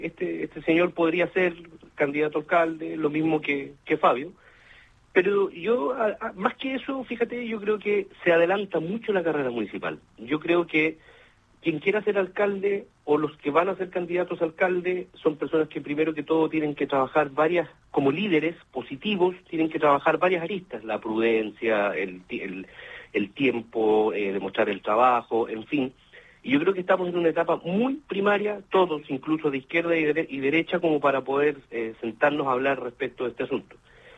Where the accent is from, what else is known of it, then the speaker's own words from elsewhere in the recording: Linares, Maule, Chile; nosotros somos gente de Linares, hemos sido siempre toda la vida, nuestras familias